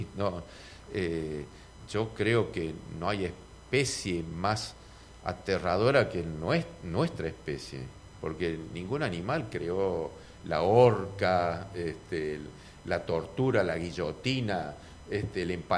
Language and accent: Spanish; Córdoba, Argentina; born there; moved away as an adult; also born or lived in Santiago del Estero / Salta; now in Cipolletti, Argentina; Yo viví... nací en Córdoba y cuando terminamos la especialidad nos fuimos a hacer medicina rural a Santiago del Estero. De Santiago del Estero nos contrataron y nos fuimos a trabajar en Salta.